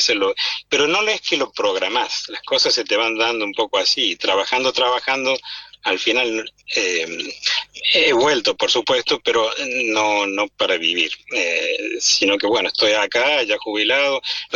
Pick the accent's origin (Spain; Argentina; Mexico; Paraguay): Argentina; Córdoba; accent: cordobés; moved away; Tengo dos hermanas ahí en Córdoba. Y bueno, como puedes ver, mi tonada nunca se fue, aunque haya andado un poco.